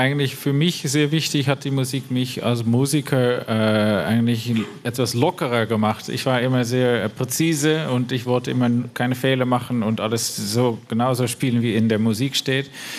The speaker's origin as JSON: {"language": "German", "town": "Rotterdam", "region": "South Holland", "country": "Netherlands", "second_language": "German", "said": "ich komme aus den Niederlanden, ich komme aus Rotterdam"}